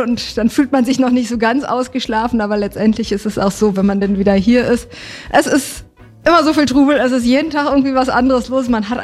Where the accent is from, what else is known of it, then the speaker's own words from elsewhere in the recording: Michendorf, Brandenburg, Germany; now in Potsdam, Germany; Also ich bin ja aufgewachsen im Umland von Potsdam, in Michendorf, und habe dann angefangen hier in Potsdam zu studieren, und deswegen bin ich halt auch nach Potsdam gezogen.